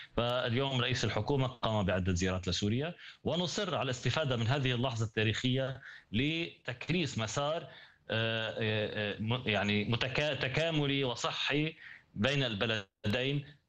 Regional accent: Lebanon; ويبقى علينا نحن مسؤولية كلبنانيين

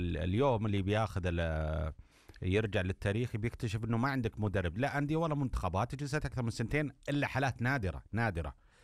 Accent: Saudi Arabia; إحنا كسعوديين

